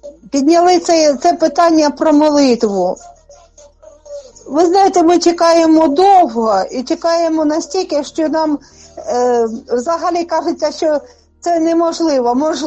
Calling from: Kharkiv Oblast, Ukraine; Із Харківщини.

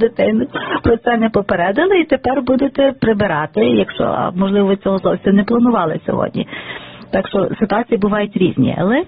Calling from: Lviv, Lviv Oblast, Ukraine; Я зі Львова.

